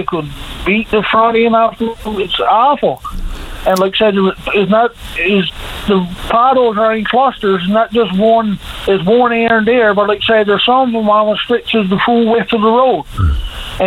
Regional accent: Burgeo, Newfoundland and Labrador, Canada; No, I'm in a corner, but I'm from Burgio.

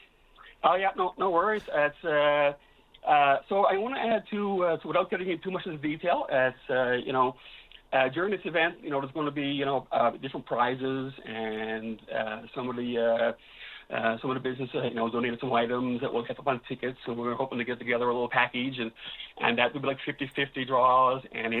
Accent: Gander, Newfoundland and Labrador, Canada; and I come from Wait and Gander, actually hosted a lot of the water bomber pilots last summer

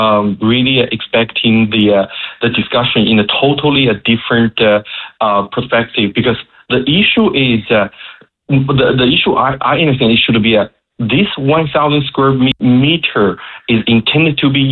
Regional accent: China; now in Canada; I think as a newcomer, I'm originally from China, and I see every step is new to me.

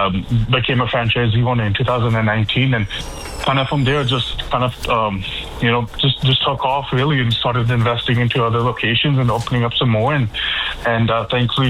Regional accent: Edmonton, Alberta, Canada; born or raised there; moved away as an adult; also born or lived in Moncton

